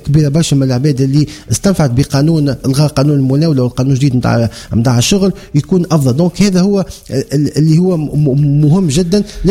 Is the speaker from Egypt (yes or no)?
no; Tunisia; انا كمواطن تونسي